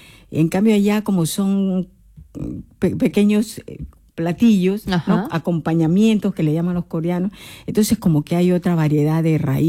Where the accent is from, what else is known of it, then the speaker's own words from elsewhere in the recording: Almería, Andalusia, Spain; yo soy de Almería.